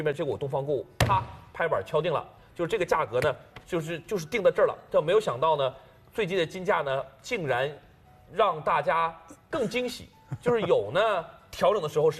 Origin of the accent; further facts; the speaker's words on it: China; 我们中国人